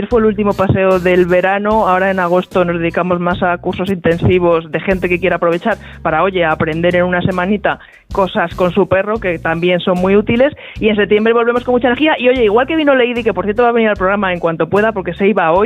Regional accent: Spain; Porque al final, como has dicho, somos españoles

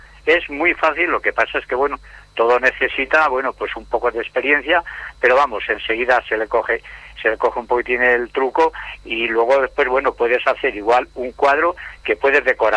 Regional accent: Zaragoza, Aragon, Spain; porque yo vengo de Zaragoza, y las compramos ahí

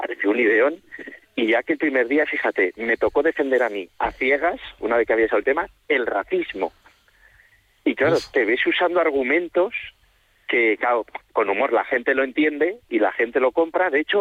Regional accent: Valladolid, Castile and León, Spain; Al final somos de Valladolid

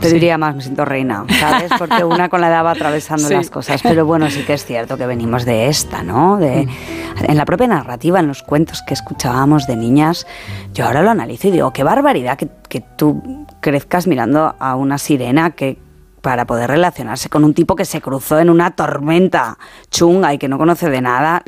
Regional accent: Spain; Esto viene también como como de mi pueblo. Mi pueblo estaba entre medio de Zaragoza y Madrid, y entonces había mucho tráfico los domingos

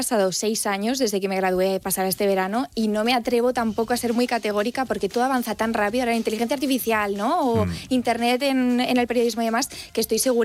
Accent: Barcelona, Catalonia, Spain; Soy de Barcelona.

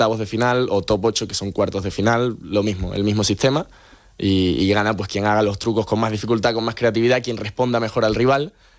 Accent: Spain

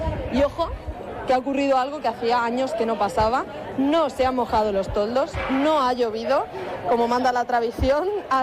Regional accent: Torre de Juan Abad, Castilla-La Mancha, Spain; yo soy de la Torre de Juanabal.

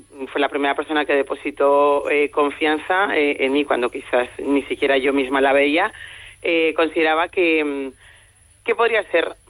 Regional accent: Arnedo, La Rioja, Spain; born there; also born or lived in Colombia; Yo llegué a Arnedo, estudié allí y posteriormente me fui a Logroño, bueno, me vine a Logroño para ir a la universidad.

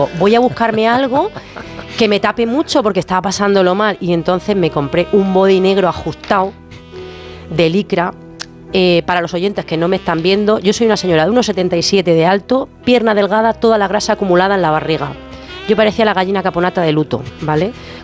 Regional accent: Bilbao, Basque Country, Spain; pero yo soy de Bilbao, no podía reculear, ¿sabes?

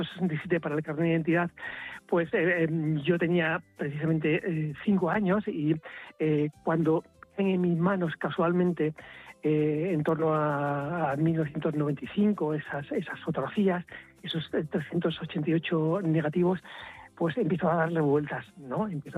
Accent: Mogarraz, Castile and León, Spain; born there; Yo nací en Mogarraz en 1962

